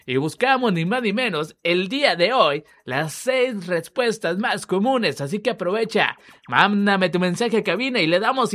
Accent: Ciudad Obregón, Sonora, Mexico; Somos de Obregón.

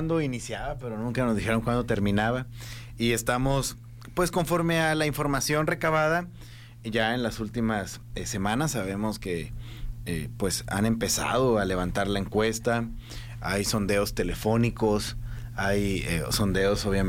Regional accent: Hermosillo, Sonora, Mexico; yo soy de Hermosillo, yo vivo en Hermosillo

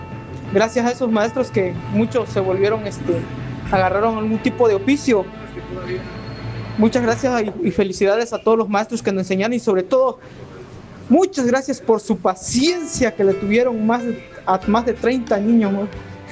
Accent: San Miguel Soyaltepec, Oaxaca, Mexico; moved away; ahí en mi pueblo

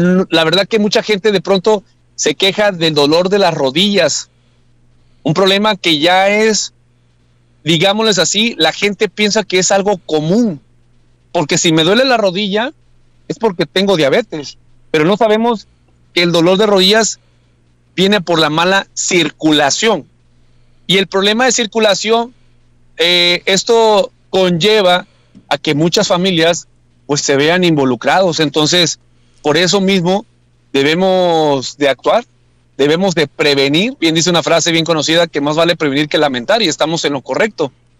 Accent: Mexico; La verdad que como buen mexicano de pronto tenemos una farmacia en la casa

